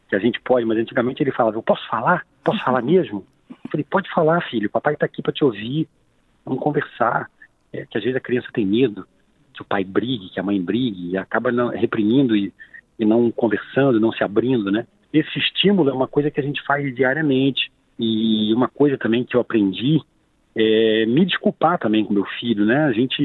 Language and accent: Portuguese; Rio de Janeiro, Brazil; eu sou um homem que nasci e cresci numa comunidade, né? Eu cresci em favela no Rio de Janeiro. Então, com 18 anos